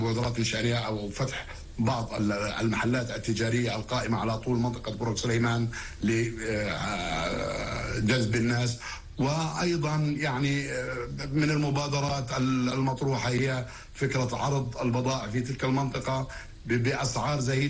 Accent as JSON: {"language": "Arabic", "country": "Palestine", "said": "كمواطن فلسطيني عادي"}